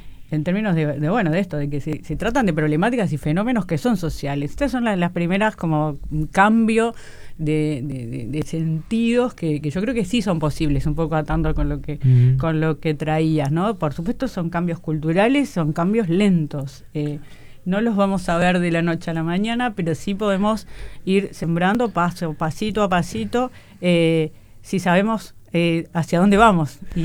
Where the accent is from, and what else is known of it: Uruguay